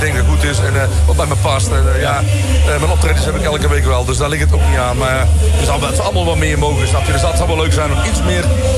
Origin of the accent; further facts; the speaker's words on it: Tilburg, North Brabant, Netherlands; ik kom natuurlijk uit Tilburg.